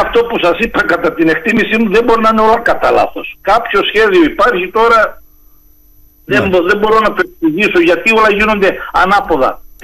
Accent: Greece; σαν Έλληνες πολίτες

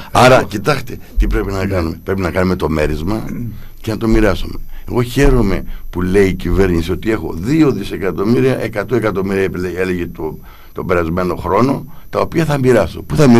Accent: Greece; εγώ ως Έλληνας πολίτης νιώθω υπερήφανος

